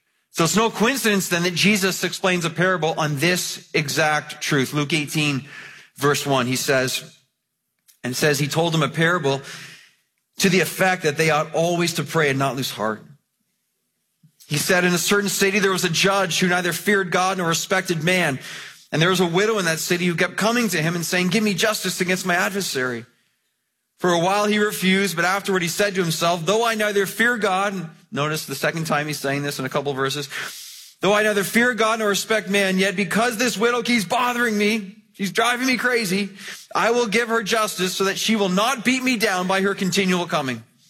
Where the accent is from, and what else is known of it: Mississauga, Ontario, Canada; born or raised there